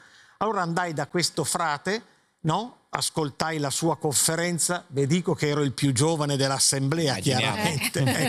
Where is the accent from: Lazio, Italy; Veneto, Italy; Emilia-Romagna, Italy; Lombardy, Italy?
Lombardy, Italy; Asola; ad Asola, che è il mio paese di origine